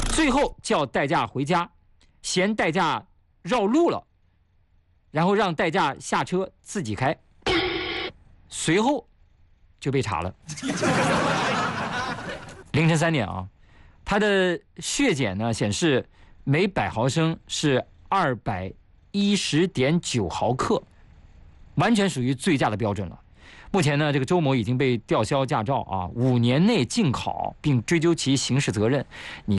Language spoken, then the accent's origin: Chinese; Anhui, China; 所以如果像在咱们安徽这边，像省会合肥这里，四季还是比较分明的啊。